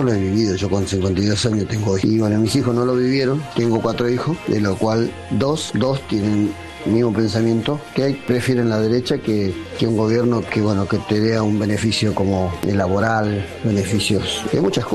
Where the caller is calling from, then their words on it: Florencio Varela, Buenos Aires Province, Argentina; de Ofelia de la Sirena, Florencio Varela.